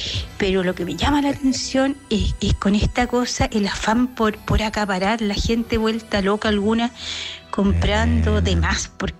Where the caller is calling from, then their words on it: Providencia, Santiago Metropolitan, Chile; Afortunadamente vivo en una comuna bien, bien conectada, yo vivo en Providencia